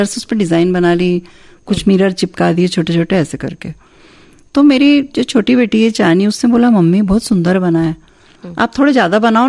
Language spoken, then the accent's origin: Hindi; Madhya Pradesh, India; तो चूंकि मैं मालवा से हूँ